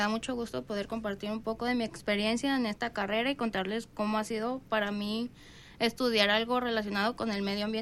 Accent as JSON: {"language": "Spanish", "town": "Autlán de Navarro", "region": "Jalisco", "country": "Mexico", "said": "Yo soy de aquí, de Aulán de Navarro, Jalisco."}